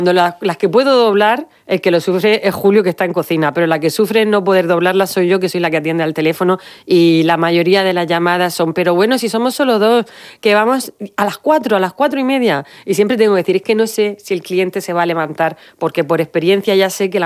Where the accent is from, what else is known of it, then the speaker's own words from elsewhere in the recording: Spain; me va a doler en el alma, os conozco, soy español